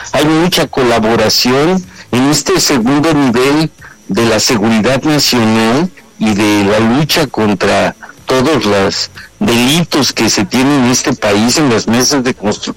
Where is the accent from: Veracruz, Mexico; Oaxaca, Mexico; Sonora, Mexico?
Veracruz, Mexico; No, fíjate que yo soy de Veracruz y yo siempre estoy acostumbrado a la soberanía nacional, el pueblo veracruzano cuatro veces heroico, allá sí lo sabemos esto